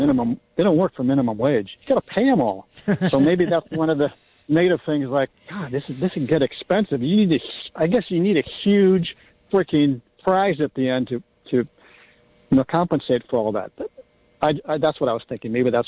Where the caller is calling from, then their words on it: Santa Cruz, California, United States; from Santa Cruz.